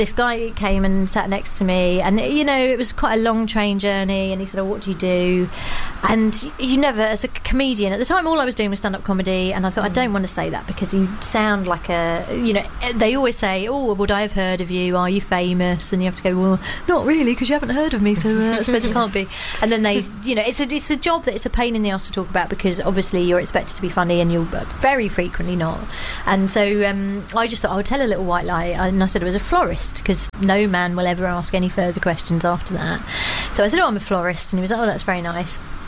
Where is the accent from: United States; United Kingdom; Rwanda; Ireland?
United Kingdom; Croydon, London; moved away as an adult; also born or lived in Manchester; actually, I'm from Croydon, originally. But, you know, I've been living in Manchester for such a long time, it feels like home.